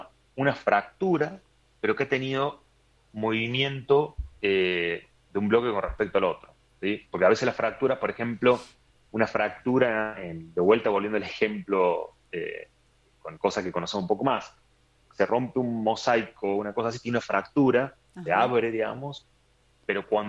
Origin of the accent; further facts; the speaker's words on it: Córdoba, Argentina; moved away as an adult; now in Mendoza, Argentina; Yo soy de Córdoba, pero hace 11 años estoy acá en Mendoza